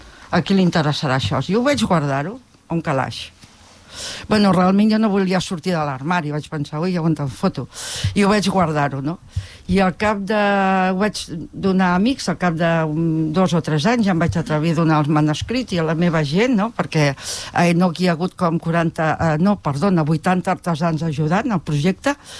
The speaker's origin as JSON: {"language": "Catalan", "town": "Sant Sadurní d'Anoia", "region": "Catalonia", "country": "Spain", "tie": "born or raised there", "moved": "yes", "lives_now": "Castellví de Rosanes, Spain", "said": "ara vinc a Castellví de Rosanes, però jo soc filla de Sant Sadurní d'Anoia, del País del Cava. que també té molta personalitat."}